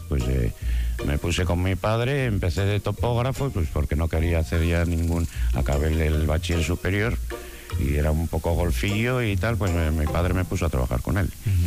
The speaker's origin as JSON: {"language": "Spanish", "town": "Bilbao", "region": "Basque Country", "country": "Spain", "tie": "born there", "also_born_or_lived": "Umbe Mendi (Biscay) / Mungia", "said": "Yo nací en Deusto, estudié en la Salle de Deusto, y luego cuando se hizo la urbanización un Memendi, pues yo que tendría 11 años así, por ahí 12, pues mis padres compraron una casa ahí."}